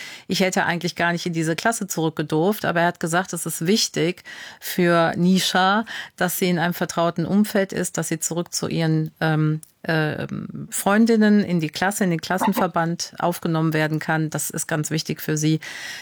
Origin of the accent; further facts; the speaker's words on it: Unkel, Rhineland-Palatinate, Germany; also born or lived in India; ich bin ja in Deutschland geboren und aufgewachsen.